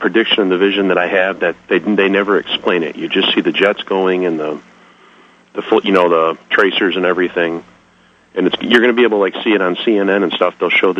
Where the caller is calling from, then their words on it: Whidbey Island, Washington, United States; from Whidbey Island, Washington.